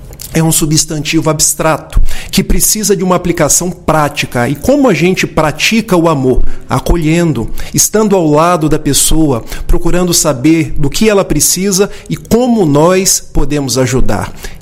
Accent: Itaperuna, Rio de Janeiro, Brazil; born there; now in Niterói, Brazil; sou nascido em Itapiruna, norte do estado do Rio de Janeiro, mas hoje moro em Niterói.

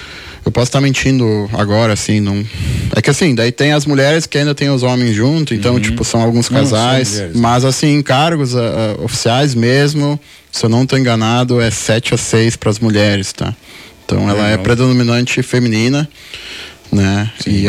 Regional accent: Poço das Antas, Rio Grande do Sul, Brazil; eu sou natural de Poço das Antas, né? Me criei em Poço. Cresci no clube

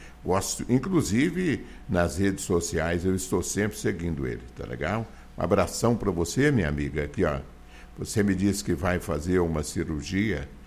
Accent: Paineiras, Minas Gerais, Brazil; now in Divinópolis, Brazil; Lá nós que é da Paineira, nós falamos da Paineira, na Paineira. Nós viemos da Paineira, não é?

